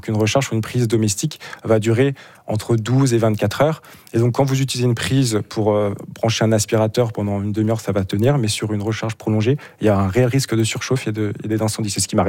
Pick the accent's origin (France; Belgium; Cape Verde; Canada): France; Grand Est; now in Strasbourg, France; Et je suis monté à Strasbourg parce qu'à la base, je suis d'Alsace